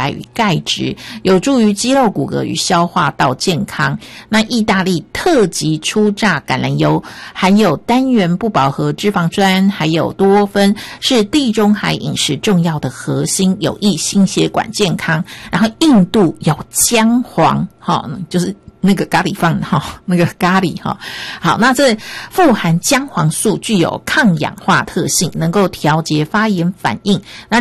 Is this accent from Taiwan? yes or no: yes; Taiwan; 我们台湾这边